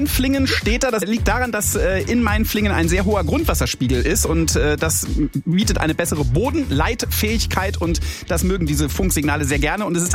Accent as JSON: {"language": "German", "region": "Hesse", "country": "Germany", "said": "Und der steht bei uns zu Hause in Hessen."}